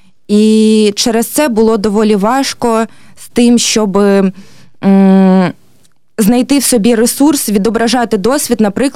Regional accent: Kharkiv, Kharkiv Oblast, Ukraine; всі ми в Харкові, ми харків'яни

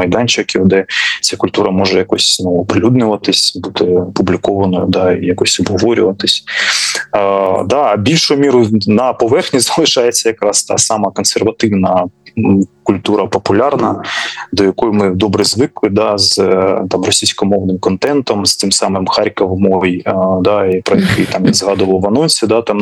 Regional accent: Kharkiv, Kharkiv Oblast, Ukraine; Я харків'янин

